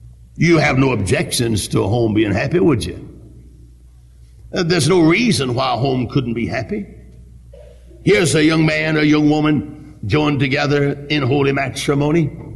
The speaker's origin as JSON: {"language": "English", "region": "South Carolina", "country": "United States", "tie": "born there", "accent": "Southern", "said": "I was born in South Carolina. My speech betrays me."}